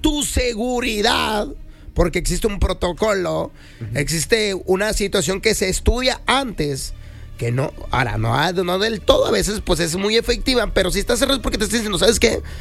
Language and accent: Spanish; Mexico; con nosotros siendo mexicanos